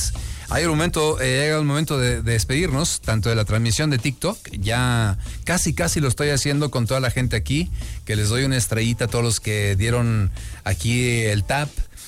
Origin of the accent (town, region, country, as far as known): Mexico